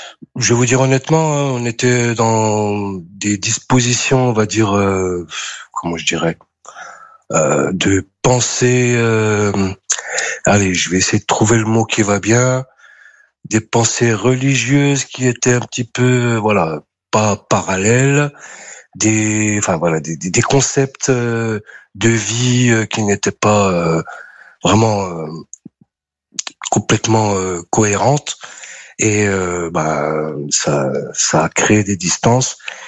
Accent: France; born there; je suis né en France.

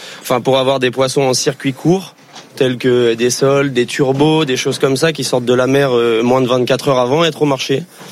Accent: Ouistreham, Normandy, France; On vient de Ouistreham en Normandie.

